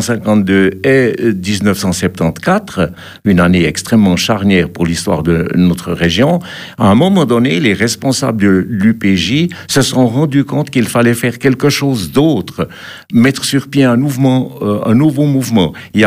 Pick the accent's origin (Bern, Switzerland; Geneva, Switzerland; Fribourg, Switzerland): Bern, Switzerland; La Ferrière; moved away as an adult; also born or lived in Tramelan / Neuchâtel canton; now in La Neuveville, Switzerland; je suis profondément attaché au Jura bernois. Je suis né à La Ferrière, donc à l'extrême ouest de cette région. J'ai vécu au Reussy, un hameau de la commune de Tramelan. Et puis ensuite, j'ai connu un interben neuchâtelois qui a duré un quart de siècle.